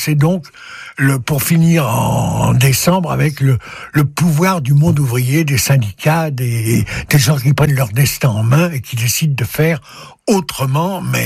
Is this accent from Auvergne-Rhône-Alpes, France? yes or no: yes; Lyon, Auvergne-Rhône-Alpes, France; Et comme moi, je suis lyonnais, j'ai entendu parler de cet homme toute mon enfance.